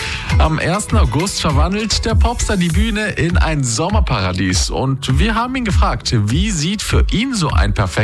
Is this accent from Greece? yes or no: yes; Greece; now in Germany; ich als Grieche, der zwar in Deutschland geboren ist, aber fast jedes Jahr in Griechenland ist, kann das absolut nachvollziehen.